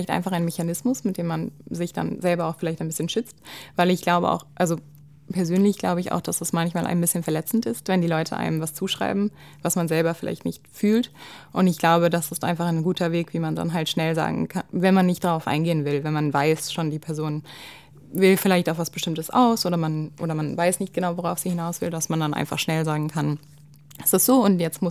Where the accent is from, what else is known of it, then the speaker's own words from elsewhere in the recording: Germany; ich sag oft, wenn ich hier bin, ich komme aus Deutschland und das war's.